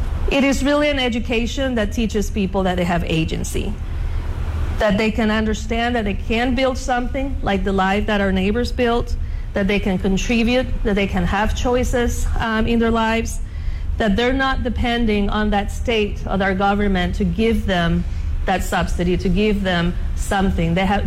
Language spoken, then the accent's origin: English; Venezuela; moved away; growing up in Venezuela